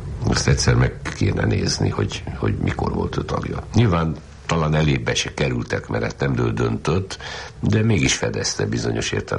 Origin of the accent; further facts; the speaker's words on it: Oradea, Bihor, Romania; Egyszer kiderült, hogy én nagyváradi vagyok